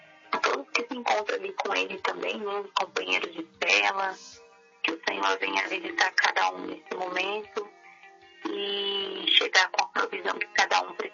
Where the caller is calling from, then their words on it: Jacareí, São Paulo, Brazil; Falo de Jacareí